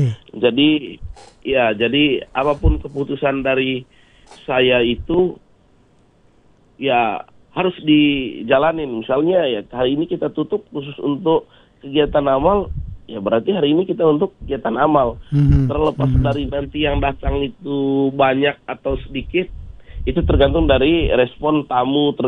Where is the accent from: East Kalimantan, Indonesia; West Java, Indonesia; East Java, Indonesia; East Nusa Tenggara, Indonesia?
East Nusa Tenggara, Indonesia